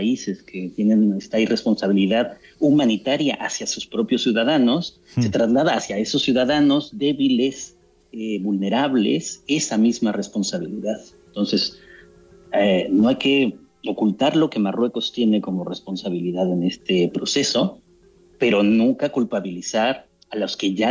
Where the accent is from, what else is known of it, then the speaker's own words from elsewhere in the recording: Mexico; aunque yo soy mexicano, aunque también sé español, el imaginario que tengo más cerca es el de la frontera de México con Estados Unidos.